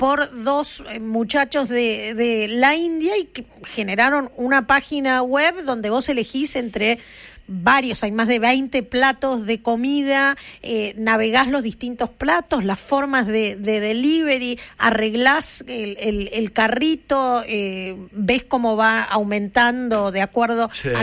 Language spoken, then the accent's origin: Spanish; Argentina; Nosotros lo notamos y hemos hablado muchísimo de eso, pero dentro de todo, como argentinos, no lo llevamos haciendo hace tanto tiempo.